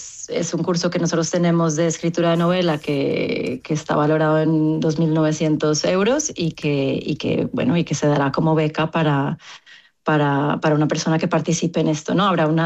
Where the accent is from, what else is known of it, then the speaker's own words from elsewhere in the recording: Colombia; yo soy colombiana, así que conozco a … desde sus principios, cuando sacó sus primeros discos.